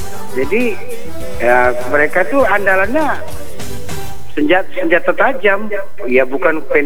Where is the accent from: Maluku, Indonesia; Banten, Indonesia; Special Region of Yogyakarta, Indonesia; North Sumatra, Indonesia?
North Sumatra, Indonesia; Medan; Ya saya orang warga Medan nih, asli lahir di Medan. Nah, bukan perantau.